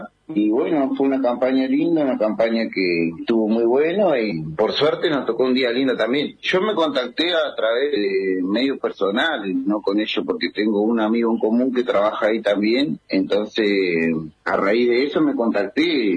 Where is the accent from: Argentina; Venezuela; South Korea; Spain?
Argentina; Chubut; now in Río Mayo, Argentina; mi tierra, mi gente, que también allá todavía viven personas